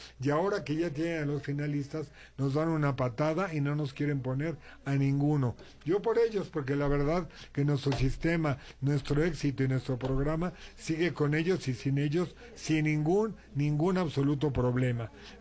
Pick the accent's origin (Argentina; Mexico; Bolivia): Mexico; a mí no me representa como mexicano ni como ser humano.